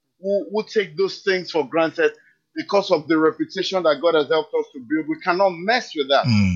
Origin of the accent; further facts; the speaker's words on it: Nigeria; I'm Nigerian